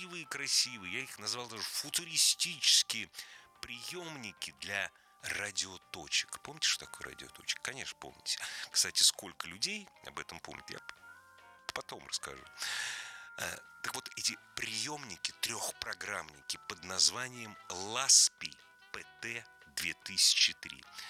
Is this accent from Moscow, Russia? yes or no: yes; Moscow, Russia; как настоящий москвич